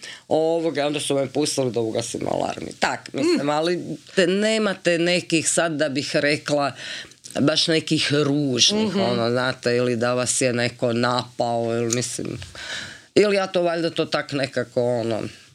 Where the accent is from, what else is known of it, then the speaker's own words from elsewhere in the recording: Slavonski Brod, Brod-Posavina County, Croatia; Ja sam se sjetila da je general Čuletić iz Slavonskog Broda, ja sam iz Slavonskog Broda